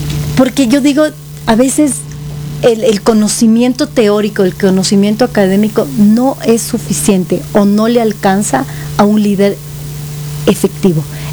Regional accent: Ecuador

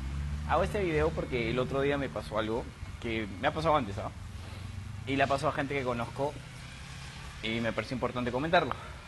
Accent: Peru; Y yo le dije, no soy peruano.

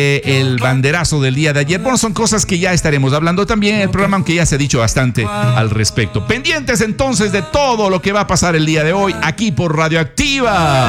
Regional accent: Ecuador; born there; Somos ecuatorianos, somos orgullosos de haber nacido en esta tierra

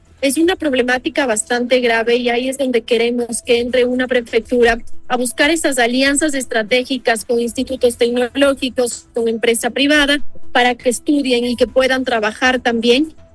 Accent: Ecuador; los ecuatorianos en sí

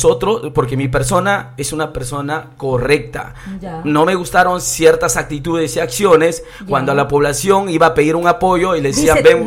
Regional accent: Tucumán, Lambayeque, Peru; Mi pueblo de Tucumán y sus caseríos

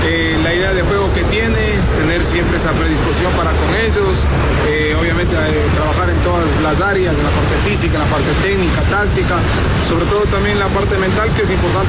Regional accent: Ecuador; de parte de nosotros creo que como ecuatorianos

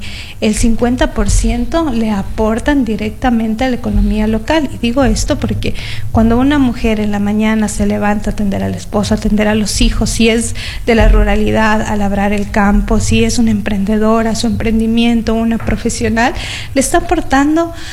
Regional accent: Ecuador; la defensa de nuestros derechos como ecuatorianos y ecuatorianas.

